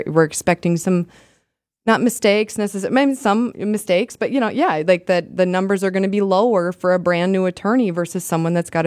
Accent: Moorhead, Minnesota, United States; I make sure they know that I'm born and raised in Moorhead. I'm a local kid, and I was in the military.

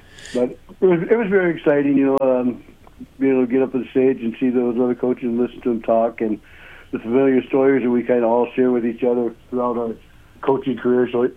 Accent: Woonsocket, South Dakota, United States; also born or lived in Sioux Falls; now in Emery, United States; I'm from Woonsocket originally

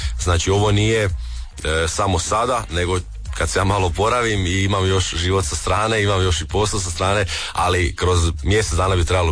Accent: Josipovac, Osijek-Baranja County, Croatia; Čim izađem iz svoje kuće, ja sam inače iz Josipovca, trčim malo u početak Retvale

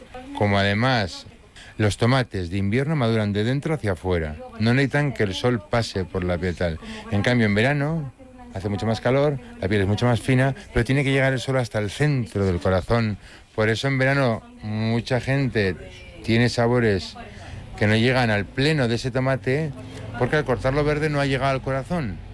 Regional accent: Navarre, Spain; como soy de Navarra y somos bastante tradicionales

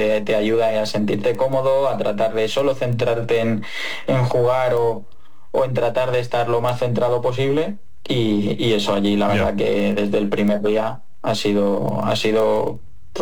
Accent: Spain

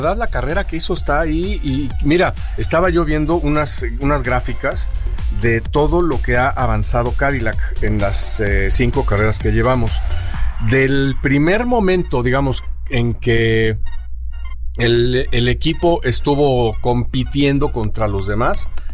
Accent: Coyoacán, Mexico City, Mexico; born there; Yo nací en Coyoacán, ahí al lado de Seúl.

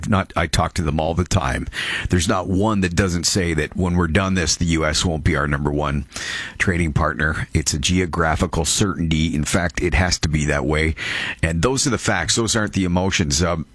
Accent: Canada; also born or lived in United States; Well, obviously we're Canadian.

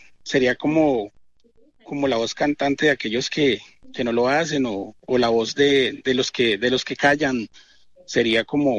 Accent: Garzón, Huila, Colombia; now in Cali, Colombia; nació el 3 de mayo de 1989 en el municipio de Garzón, en el departamento del Huila. Soy huilense, a mucho honor. Desde muy pequeño mis padres se vinieron para la ciudad de Cali.

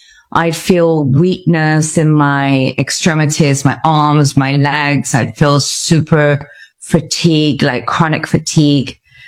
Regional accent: Stratford-upon-Avon, West Midlands, United Kingdom; moved away as an adult; also born or lived in Mexico; go back to England, because I'm obviously from Stratford-upon-Avon in England. You can tell by my accent. And so I decided to go home to England

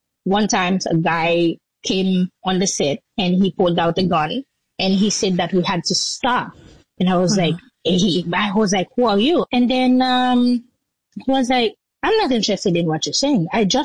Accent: Jacmel, Sud-Est, Haiti; And the road leading to Jacmel, my hometown, was closed through Martissa, which is like, you know, a very big region in Port-au-Prince.

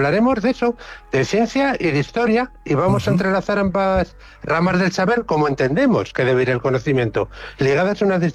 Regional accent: Spain; si lo desconocemos es, entre otras cosas, porque somos españoles y los españoles tratamos así a nuestros próceres

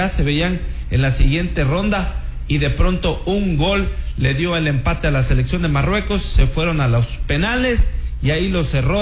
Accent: Mexico; nosotros como mexicanos celebramos este triunfo

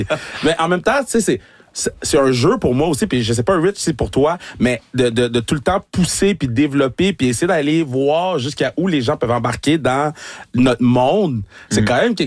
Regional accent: Laval, Quebec, Canada; parce que je viens de Laval à Valourien puis faut toujours représenter

